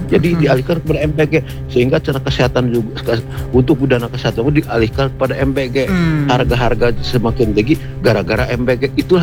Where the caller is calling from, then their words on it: West Java, Indonesia; apalagi sekarang bisa RRI itu Palu aja kan saya dari Jawa Barat cukup jauh bisa kan memantau dengan berkat ada teknologi dengan arahnya RRI digital.